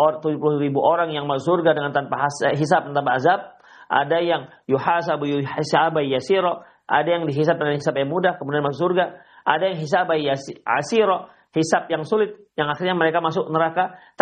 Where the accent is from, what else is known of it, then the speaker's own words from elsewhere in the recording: West Sumatra, Indonesia; kalau bahasa kami orang Minang terperangah gitu